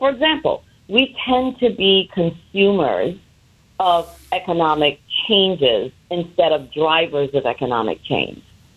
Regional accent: Jamaica; moved away; I remember growing up in Jamaica

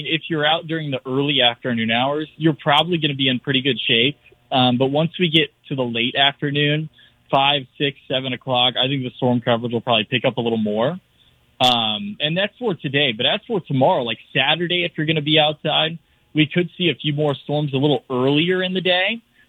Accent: Kansas City, United States; moved away as an adult; also born or lived in Arizona / Omaha, Nebraska; So originally, I'm from Kansas City. I grew born and raised in Kansas City. I went to college in Arizona, and then I had my first job in Omaha, Nebraska, and now I ended up here.

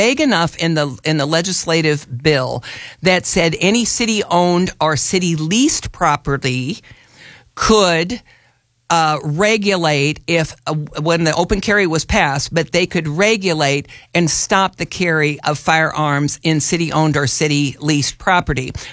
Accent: Wood River, Illinois, United States; born or raised there

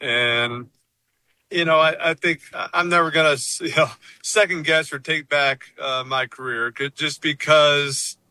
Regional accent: New Orleans, Louisiana, United States; I mean, I grew up in New Orleans. I knew what a parade was. I've kind of seen Mardi Gras and thought that was crazy.

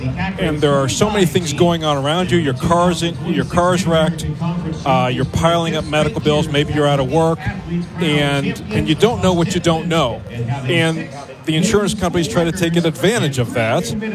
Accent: Akron, Ohio, United States; So I'm from Akron. So I went to high school in Revere. So. Coming home to Akron seemed like a no-brainer.

